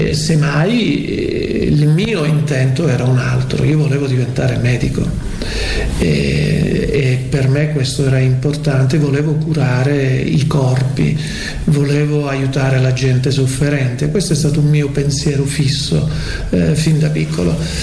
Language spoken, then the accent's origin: Italian; Isola di Capo Rizzuto, Calabria, Italy; born there; now in Matera, Italy; Io sono di origine calabrese, sono nato a Isola di Capo Rizzuto, allora era provincia di Catanzaro, poi con la revisione che ci fu delle nuove province fu fatta provincia anche Crotone